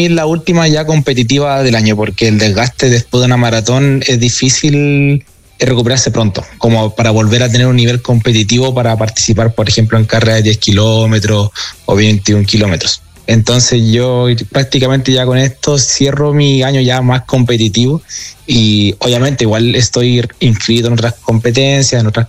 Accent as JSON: {"language": "Spanish", "town": "Curicó", "region": "Maule", "country": "Chile", "tie": "born there", "also_born_or_lived": "Buin", "moved": "yes", "lives_now": "Santiago, Chile", "said": "yo muchos años viví en Buin, y volví a Curicó, que yo nací en Curicó, después me fui a Buin a vivir, y después el 2009 volví a Curicó"}